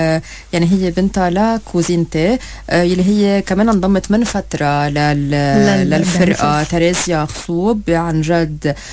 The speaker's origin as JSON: {"language": "Arabic", "country": "Lebanon", "said": "ببلدنا لبنان"}